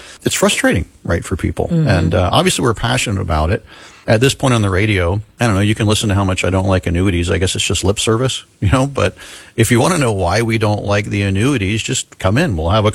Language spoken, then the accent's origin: English; Florida, United States; Yeah, I was born and raised in Florida.